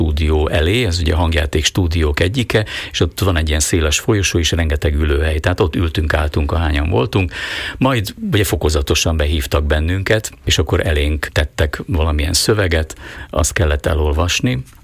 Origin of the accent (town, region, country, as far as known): Búč, Nitra Region, Slovakia; born or raised there; moved away as an adult; now in Bratislava, Slovakia